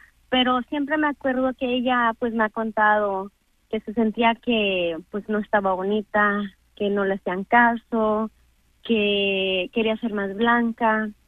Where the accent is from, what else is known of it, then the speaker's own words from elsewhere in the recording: Mexico; now in California, United States; como mexicanos, latinos, pues tenemos la piel canela